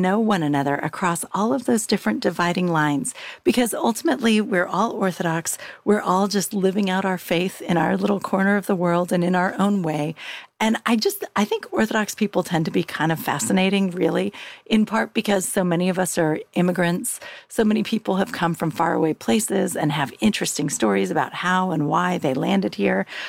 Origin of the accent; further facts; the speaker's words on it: California, United States; I grew up just outside of Lake County.